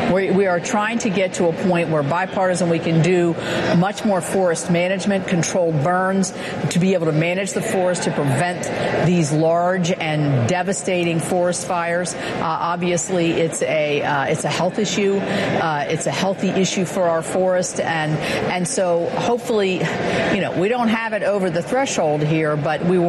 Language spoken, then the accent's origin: English; West Virginia, United States